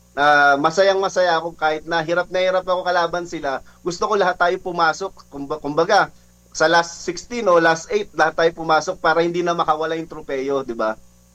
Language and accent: Tagalog; Las Piñas, Metro Manila, Philippines; now in Quezon City, Philippines; Taga Las Piñas talaga ako, tubong Las Piñas ako. Pero dito ako ngayon naniniraan sa Quezon City.